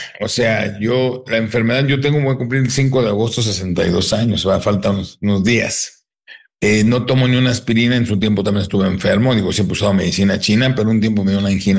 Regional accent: Tijuana, Baja California, Mexico; also born or lived in San Diego, United States; Tijuana, San Diego, siempre viví de chico, ¿no?

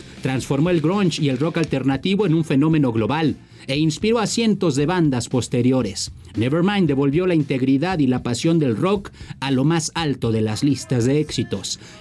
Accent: Mexico; Ya vivimos 130.9 millones de personas aquí en nuestro país.

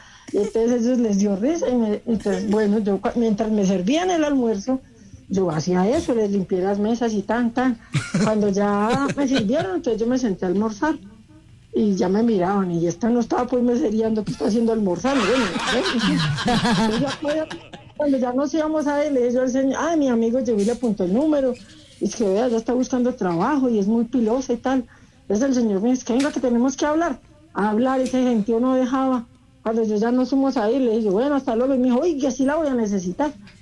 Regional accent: Manizales, Caldas, Colombia; Yo soy de Manizales, Caldas.

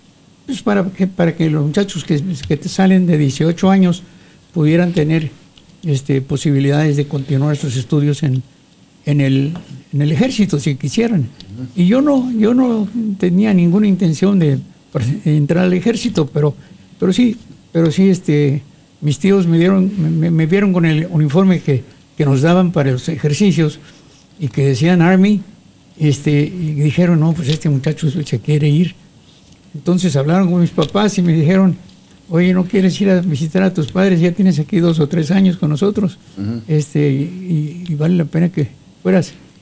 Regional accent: Mérida, Yucatán, Mexico; toda mi educación fue en la ciudad de Mérida, aunque yo nací en el sur del estado de Yucatán.

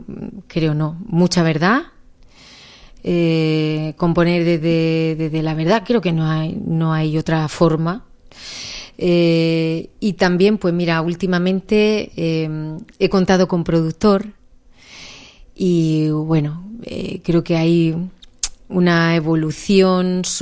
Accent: Orihuela, Valencian Community, Spain; nacida en el Rincón de Bonanza. Bueno, en el hospital, claro, que claro, había de Orihuela, pero mi familia es del Rincón de Bonanza, tanto la de mi padre como la de mi madre, uh-huh, y allí me he criado y he vivido y vivo.

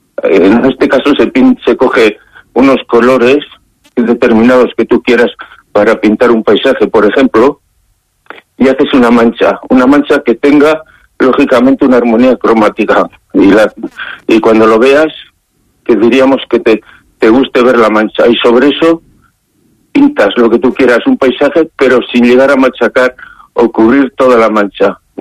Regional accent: Castile and León, Spain; Porque es mi pueblo, es lo que digo, es donde nací, y yo soy castellano, soy burgalés y soy de Sésamo, eso es lo que digo siempre, aunque haya estado muy lejos de Sésamo.

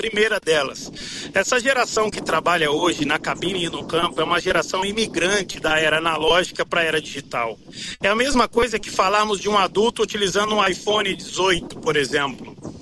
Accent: Brazil; also born or lived in United States; Eu me mudei dos Estados Unidos para o Brasil, voltei para o meu país, né, meu país natal, é, a minha nação, meu país que eu amo, mas eu estava nos Estados Unidos a trabalho, estava há 8 anos já

